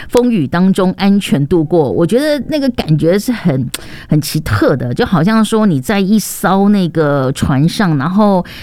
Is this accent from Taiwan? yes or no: yes; Taiwan